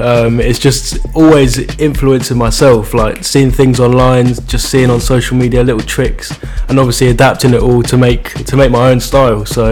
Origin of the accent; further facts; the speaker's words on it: Ipswich, East of England, United Kingdom; I'm a DJ from Ipswich. And yeah, I play all around Suffolk, all around London.